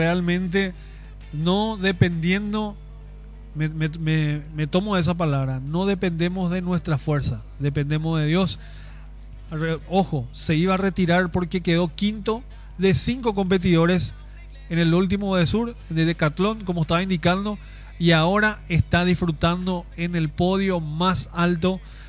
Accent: Paraguay; nosotros como paraguayos

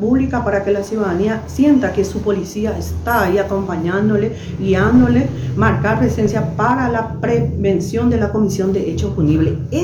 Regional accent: Guairá, Paraguay; also born or lived in Asunción; yo soy guaireña y en el 2020 era que volví de Asunción y estoy prestando de vuelta servicios acá.

